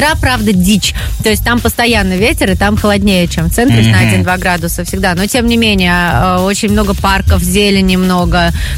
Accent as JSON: {"language": "Russian", "region": "Moscow", "country": "Russia", "said": "Я как москвичка, хочу уехать из него."}